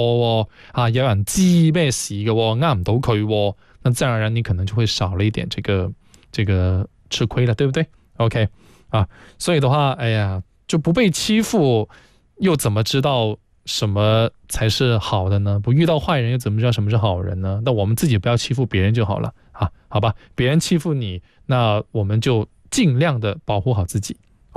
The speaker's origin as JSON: {"language": "Chinese", "region": "Guangdong", "country": "China", "said": "我们广东人去到其他的地区去打的士"}